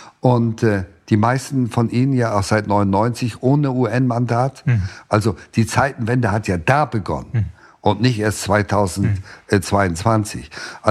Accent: Lohne, Lower Saxony, Germany; sind wir in einem vertriebenen Lager aufgewachsen. Als Kind am Rande eines kleinen Städtchens, weit am Rande, nur

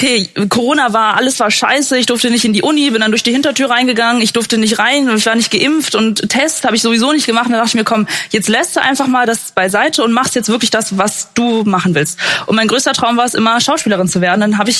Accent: Germany; Aber wenn ich als Deutsche mit sogar Migrationshintergrund sagen möchte, ich möchte mal in Deutschland fahren hinhängen

